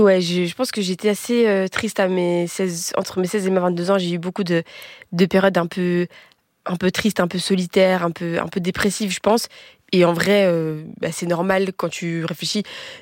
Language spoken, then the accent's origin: French; Molenbeek-Saint-Jean, Brussels-Capital Region, Belgium; also born or lived in Tubize; Donc moi je suis née à Molenbeek, j'ai grandi, mais à ce moment-là je déménage vers mes 12 ans à Tubize, une petite ville qui est à côté de Bruxelles.